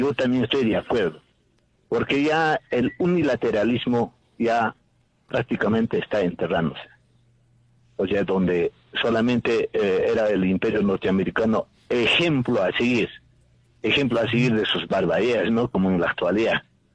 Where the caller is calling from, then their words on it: Juliaca, Puno, Peru; De acá, de la ciudad de Juliaca